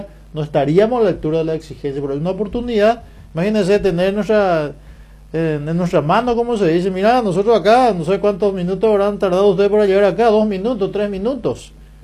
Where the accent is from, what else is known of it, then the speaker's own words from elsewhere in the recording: Paraguay; Nosotros trabajamos acá todos los días y todos somos paraguayos o llámese latino